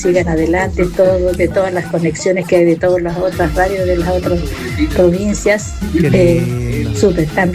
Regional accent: San Felipe, Valparaíso, Chile; Yo soy de aquí, del señorial, de San Felipe, yo escucho

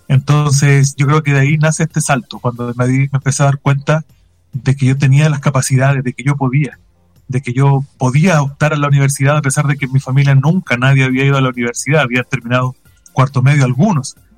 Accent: Cabildo, Valparaíso, Chile; yo soy de Cabildo, la zona urbana. Entonces acá yo estudié en una escuela tradicional, en una escuela hasta octavo básico, luego a la enseñanza media. Y luego, bueno, yo soy hijo de madre soltera, asesora del hogar

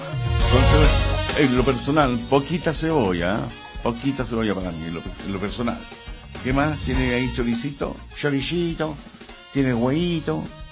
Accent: Valparaíso, Chile; en Valparaíso y para el resto de Chile, nosotros aquí los porteños

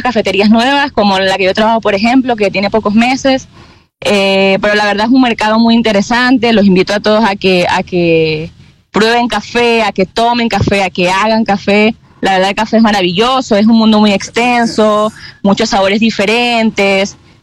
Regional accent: Venezuela; accent: Venezuelan; moved away as an adult; now in Santiago, Chile; soy venezolana

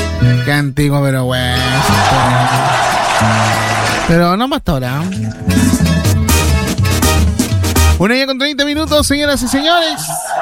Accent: Vallenar, Atacama, Chile; desde Vallenar, de mi tierra

